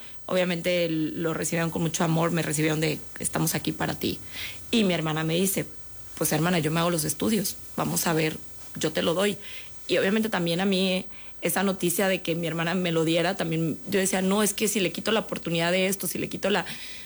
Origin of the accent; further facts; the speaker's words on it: Guadalajara, Jalisco, Mexico; now in Mexico City, Mexico; Aparte, yo vivo aquí sola en la Ciudad de México, yo soy de Guadalajara.